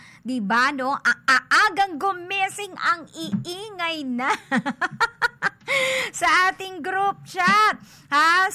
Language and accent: Tagalog; Caloocan, Metro Manila, Philippines; dyan sa amin sa Caloocan, no? I'm from South Caloocan.